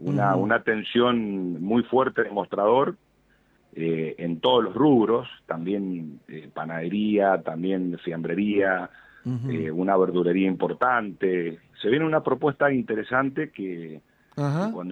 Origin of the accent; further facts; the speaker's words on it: Godoy Cruz, Mendoza, Argentina; nacimos en Godoy Cruz, nos desarrollamos mucho en Godoy Cruz desde nuestros inicios.